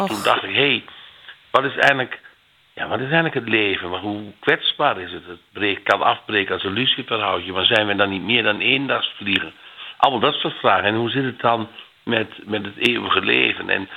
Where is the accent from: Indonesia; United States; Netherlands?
Netherlands; Gaanderen, Gelderland; now in Groningen, Netherlands; geboren en getogen in de Gelderse Achterhoek in Gaanderen bij Doetinchem. Jongste in ons gezin. Ik heb nog drie broers.